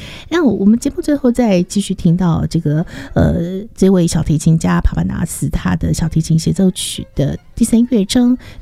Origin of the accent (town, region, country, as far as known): Taiwan